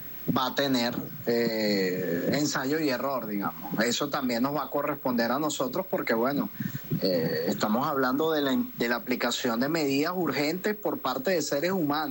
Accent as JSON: {"language": "Spanish", "country": "Venezuela"}